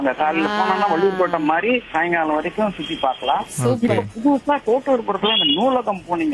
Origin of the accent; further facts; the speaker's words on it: Chennai, Tamil Nadu, India; நாங்களும் இவர் சொன்ன மாதிரி சென்னையிலே தான் பிறந்த வளர்ந்தோம்.